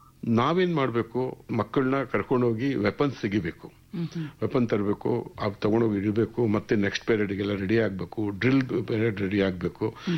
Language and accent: Kannada; Bengaluru, Karnataka, India; first language Kannada; Sir ನಾನು Bengaluru Karnataka sir.